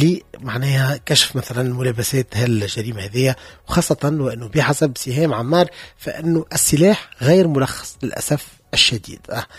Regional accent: Tunisia; ما نعاودوش نسمعوا زيد كيف مثل هذه الكوارث تصير في بلادنا تونس

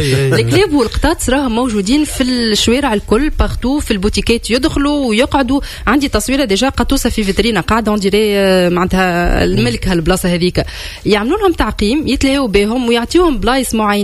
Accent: Tunisia; هنا عندنا في تونس

